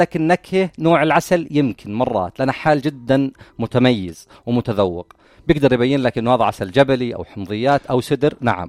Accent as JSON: {"language": "Arabic", "country": "Jordan", "said": "ولكن في الأردن ما في عندنا قاعدة بيانات أو بصمة وراثية للعسل،"}